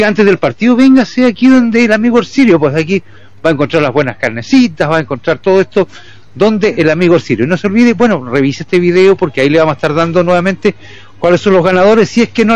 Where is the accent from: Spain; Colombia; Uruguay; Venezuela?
Spain; No, no, yo soy de España.